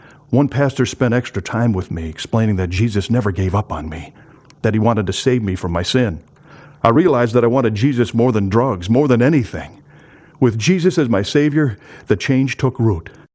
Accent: South Dakota, United States; I grew up in South Dakota and went to church regularly as a kid

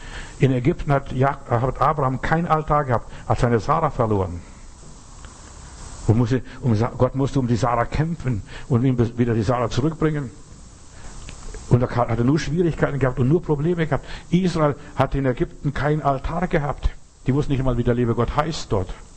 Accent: Bavaria, Germany; ich bin in Bayern groß geworden und ich fand das ganz toll.

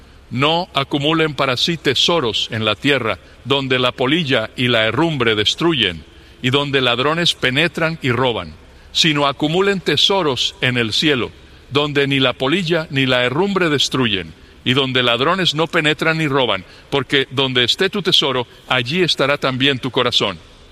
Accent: Toledo, Ohio, United States; born there; Nací en Toledo, Ohio, y vivo en el sur de California.

